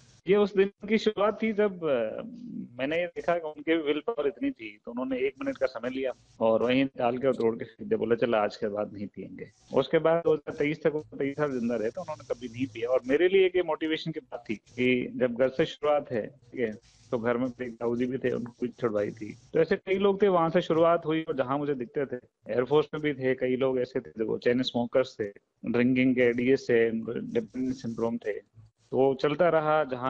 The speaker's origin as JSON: {"language": "Hindi", "area": "Nagaur district", "region": "Rajasthan", "country": "India", "lives_now": "Karauli district, India", "said": "मैं नागौर जिले से आता हूं और मेरी स्कूलिंग राजस्थान से हुई है ग्रेजुएशन।"}